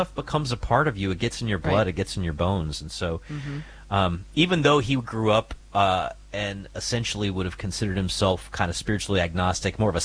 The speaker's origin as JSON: {"language": "English", "region": "Kentucky", "country": "United States", "said": "I'm like a white Anglo-Saxon Protestant from Kentucky."}